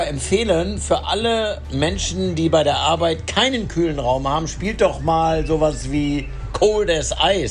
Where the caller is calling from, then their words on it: Cologne, North Rhine-Westphalia, Germany; ich komme aus Köln-Rundkirchen und sitze in meiner kühlen Küche